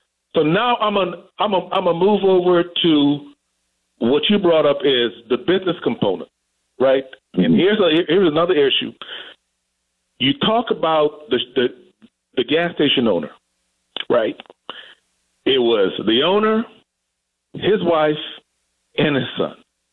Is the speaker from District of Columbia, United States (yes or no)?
yes; Washington, District of Columbia, United States; I grew up in Southwest D.C., and I own 2 apartments in every ward in D.C., multi-level of apartments.